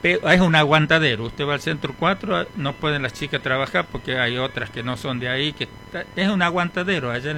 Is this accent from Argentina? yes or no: yes; Frías, Santiago del Estero, Argentina; Yo soy nacido y criado en Frías.